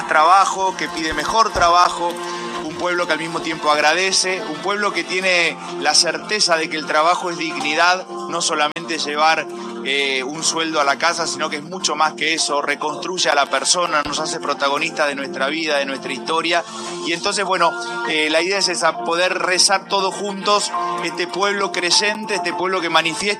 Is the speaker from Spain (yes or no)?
no; Argentina